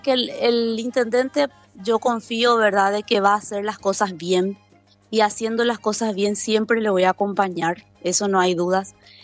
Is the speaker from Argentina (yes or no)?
no; Paraguay